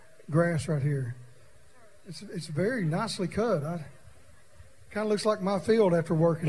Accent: Knoxville, Tennessee, United States; the great city of Knoxville, my hometown. Thank you. Where I was born and raised.

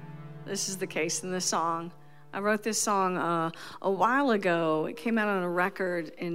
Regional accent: Baltimore, Maryland, United States; born there; I was born in Baltimore, but I didn't grow up there. I kind of grew up all over the country.

